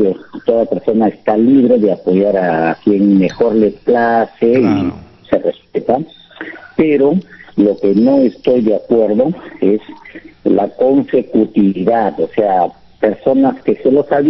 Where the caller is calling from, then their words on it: Cajaruro, Amazonas, Peru; yo soy, en realidad, soy un cajarurino, ¿no? Porque todas mis tierras están en Cajaruro, vivo en Baguagrande.